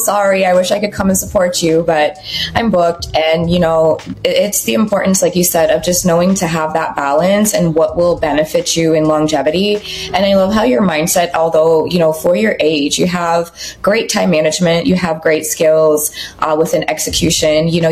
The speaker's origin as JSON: {"language": "English", "country": "Guyana", "moved": "yes", "lives_now": "New York City, United States", "said": "I am an immigrant as well, so I'm not American. I'm actually South American. I'm Guyanese."}